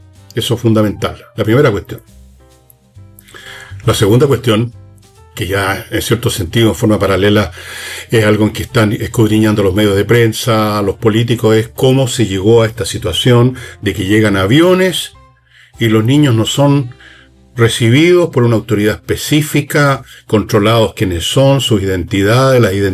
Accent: Chile

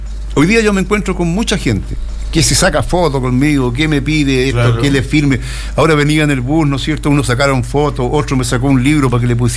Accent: Chile; Yo soy chileno, tengo un programa para Chile.

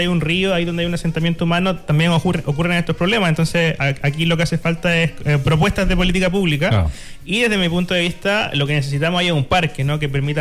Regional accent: Quillota, Valparaíso, Chile; yo soy nacido y criado en Quillota

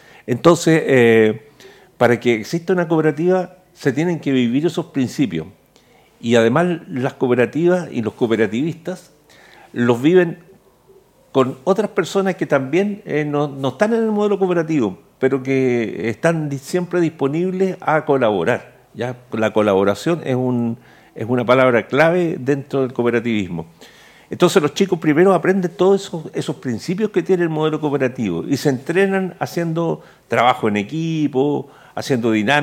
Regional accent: Chile

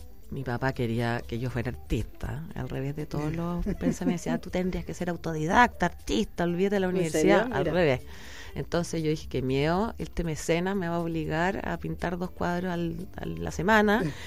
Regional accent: Melipilla, Santiago Metropolitan Region, Chile; now in Viña del Mar, Chile; Yo soy de Melipilla, del campo.

